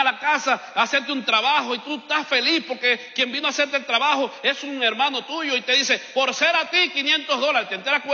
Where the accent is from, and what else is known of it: Cuba; now in United States